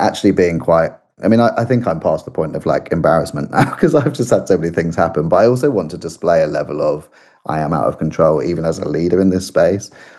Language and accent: English; United Kingdom; as a British cultured people